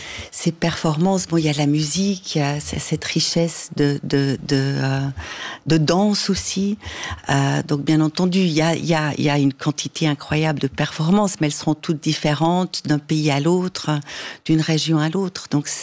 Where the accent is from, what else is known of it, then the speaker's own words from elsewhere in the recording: Neuchâtel, Switzerland; alors que je suis de Neuchâtel